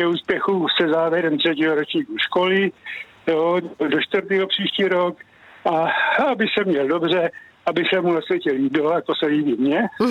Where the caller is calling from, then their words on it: Rychnov nad Kněžnou, Hradec Králové Region, Czechia; Nebydlím, já jsem tady na chalupě, já jsem z Rychnova.